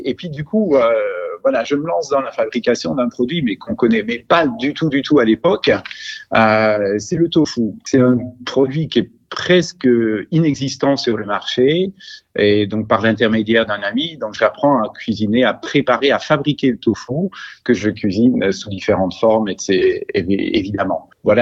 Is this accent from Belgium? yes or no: yes; Belgium; now in Bagnères-de-Bigorre, France; je suis belge, donc mon aventure culinaire, elle commence en Belgique.